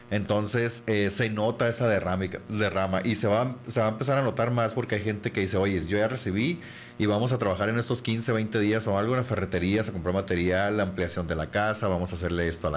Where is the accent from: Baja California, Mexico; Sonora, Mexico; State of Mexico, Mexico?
Sonora, Mexico; Cananea; y los que somos de Cananea sabemos que todos los años eran utilidades buenas.